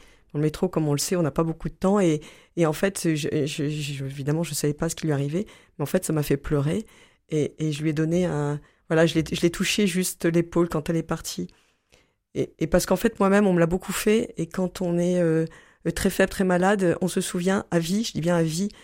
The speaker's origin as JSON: {"language": "French", "town": "Marseille", "region": "Provence-Alpes-Côte d'Azur", "country": "France", "said": "Moi, je suis de Marseille"}